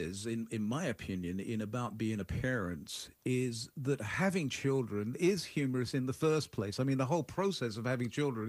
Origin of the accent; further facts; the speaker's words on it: United Kingdom; I mean, humor, from my point, I'm British, so what do I know?